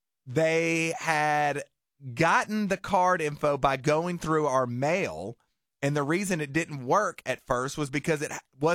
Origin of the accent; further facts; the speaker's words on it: Nova Scotia, Canada; I was from Nova Scotia, which is on the opposite side of the country from Alberta.